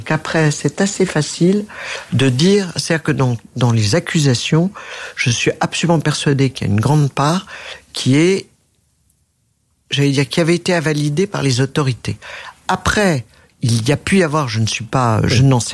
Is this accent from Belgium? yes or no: no; France; born there; Je suis née en France, femme